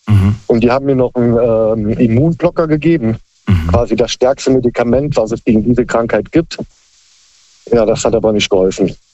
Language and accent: German; Rhineland-Palatinate, Germany; Ich komme aus dem Raum Koblenz.